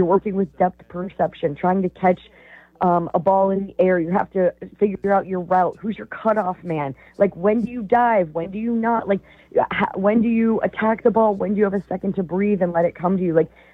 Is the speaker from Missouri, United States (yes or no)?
yes; St. Louis, Missouri, United States; I grew up in St. Louis, so I've watched the National League for a long, long time